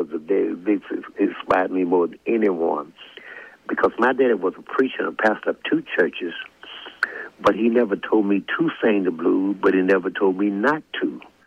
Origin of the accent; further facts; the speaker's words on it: Louisiana, United States; because I'm from Louisiana, but my first encounter of the stage was in Arkansas on 30th Street in Pine Bluff, Arkansas.